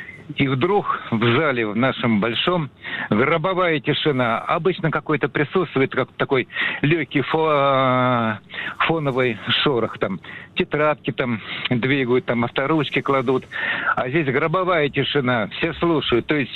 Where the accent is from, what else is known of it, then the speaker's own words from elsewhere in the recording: Moscow, Russia; Я из Москвы.